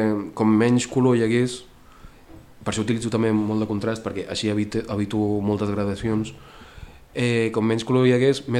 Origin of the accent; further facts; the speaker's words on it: L'Arboç, Catalonia, Spain; jo no soc de Tarragona, ja dic Tarragona per tal, però soc un poble petitó de 5.000 habitants de l'Arboç